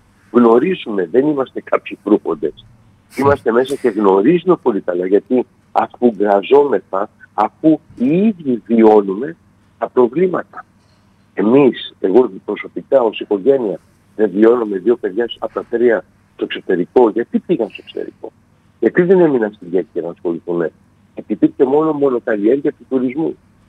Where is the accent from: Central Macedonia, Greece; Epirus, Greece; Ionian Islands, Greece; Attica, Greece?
Ionian Islands, Greece; Corfu